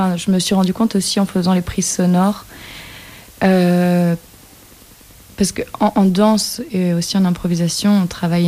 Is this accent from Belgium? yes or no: yes; Brussels, Brussels-Capital Region, Belgium; Je suis belge bruxelloise et on communique en anglais.